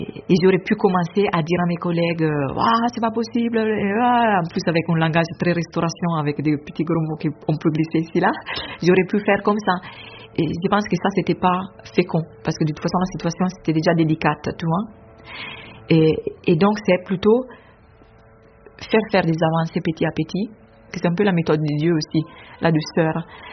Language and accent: French; Italy; French is a second language; moved away